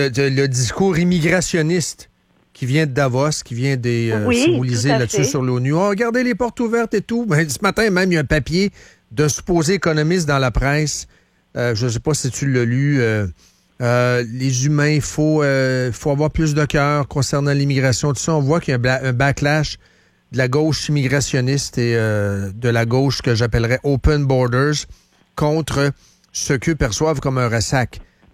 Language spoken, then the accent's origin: French; Shawinigan, Quebec, Canada; now in Quebec City, Canada; ben moi, je suis à Québec depuis 30 ans. Là. J'ai vu la vague de Bosnie. Ça n'a pas frappé beaucoup ma contrée d'origine, là, Shawinigan.